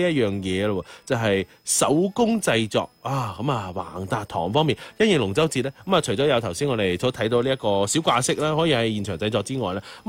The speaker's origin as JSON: {"language": "Cantonese", "country": "China", "said": "咁從而都係代表到我哋中國人嘅精神啦。"}